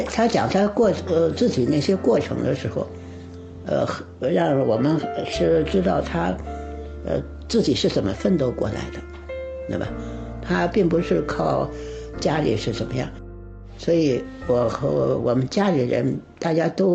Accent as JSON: {"language": "Chinese", "country": "China", "said": "那租界就是他们的地方了，我们中国人进都进不去。"}